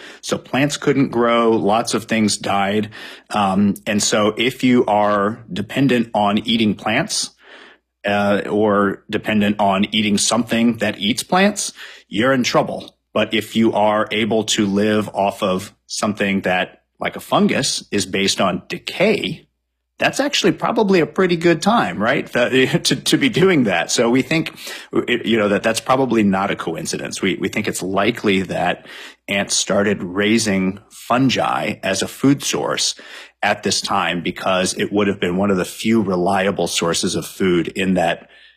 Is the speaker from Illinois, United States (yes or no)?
yes; Champaign-Urbana, Illinois, United States; born or raised there